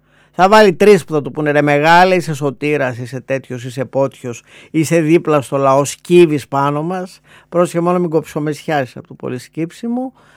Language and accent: Greek; Thessaloniki, Central Macedonia, Greece; επειδή ήμουν από Θεσσαλονίκη